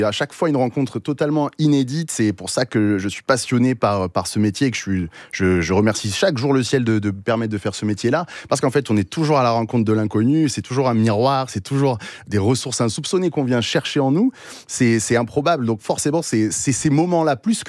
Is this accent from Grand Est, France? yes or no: no; Angoisse, Nouvelle-Aquitaine, France; Ouais, j'ai grandi à Angoisse.